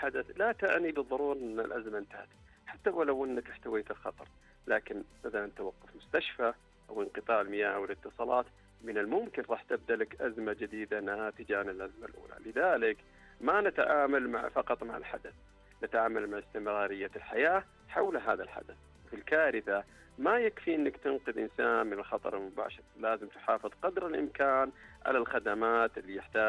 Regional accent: Saudi Arabia; وعندنا في المملكة العربية السعودية نموذج نشوفه كل عام في موسم الحج.

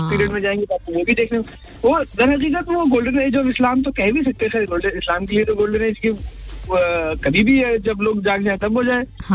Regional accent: Lucknow, Uttar Pradesh, India; मैं हिंदुस्तान से हूँ।

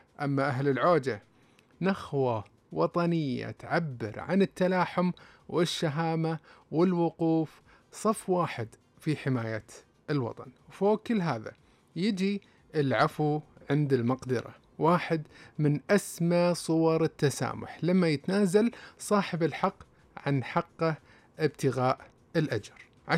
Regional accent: Saudi Arabia

